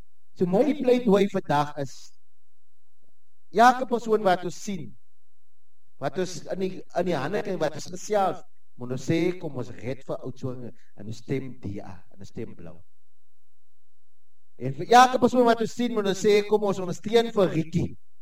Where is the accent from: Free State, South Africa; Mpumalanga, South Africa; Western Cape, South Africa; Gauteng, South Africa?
Western Cape, South Africa; Hessequa; Ek kom van Hessequa, maar ek het 'n bietjie te vinnig gery hier na toe